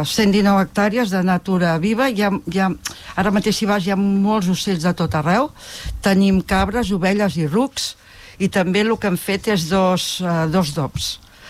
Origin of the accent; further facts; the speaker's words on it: Sant Sadurní d'Anoia, Catalonia, Spain; now in Castellví de Rosanes, Spain; Bueno, ara no, ara vinc a Castellví de Rosanes, però jo sóc filla de Sant Sadurní d'Anoia, del País del Cava. que també té molta personalitat.